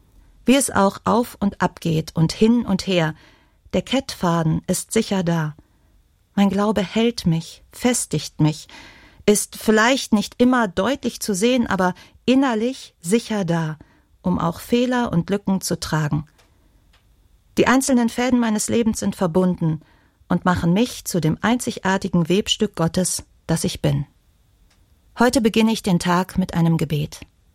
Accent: Krefeld, North Rhine-Westphalia, Germany; now in Essen, Germany; Ich komme aus Krefeld, der Samt- und Seidenstadt. Krefeld hat eine alte Kultur rund um das Weben von Stoffen und das habe ich meine ganze Kindheit über gemerkt.

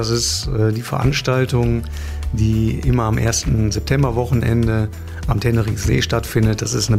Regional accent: Hünxe, North Rhine-Westphalia, Germany; also born or lived in Oberhausen; Ich bin hier in Hünxe-Bruckhausen aufgewachsen. Ich bin hier in den Kindergarten gegangen und in die Grundschule und zwischenzeitlich bin ich weggezogen nach Oberhausen, bin aber irgendwann wieder zurückgezogen in mein Elternhaus

